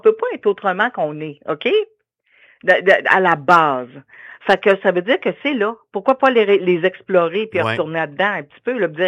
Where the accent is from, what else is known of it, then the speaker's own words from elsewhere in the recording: Sainte-Dorothée, Quebec, Canada; born there; also born or lived in Ottawa; moi, je suis née à Sainte-Dorothée.